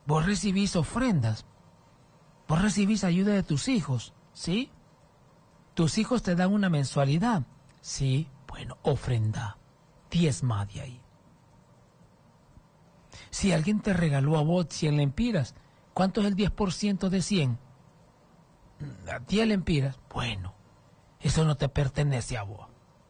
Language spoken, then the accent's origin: Spanish; Honduras; yo soy de la Concordia, viví en el sitio